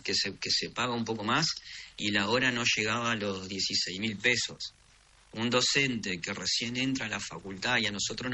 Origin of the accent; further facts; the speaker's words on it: Caseros, Entre Ríos, Argentina; yo soy de Casero